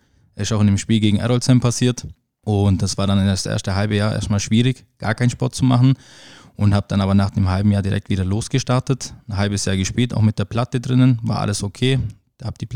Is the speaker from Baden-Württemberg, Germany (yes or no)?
no; Kirchdorf an der Iller, Bavaria, Germany; moved away as an adult; now in Achstetten-area (Armendingen), Germany; ich bin, so wie du gesagt hast, gebürtiger Kirchdorfer. Das heißt, meine Familie, meine Freunde, mein Sportverein ist hier in Kirchdorf. Alles, was ich habe, ist in Kirchdorf eigentlich.